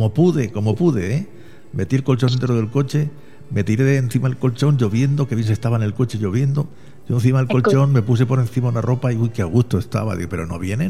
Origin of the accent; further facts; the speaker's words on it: Region of Murcia, Spain; Claro, y además es de mi tierra, es murciana, claro que sí.